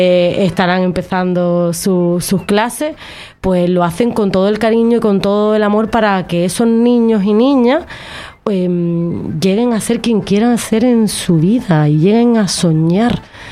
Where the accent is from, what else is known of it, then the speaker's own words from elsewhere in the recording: Andalusia, Spain; accent: Andalusian; now in Canary Islands, Spain; se me puede notar en el acento, yo no soy de aquí, soy andaluza.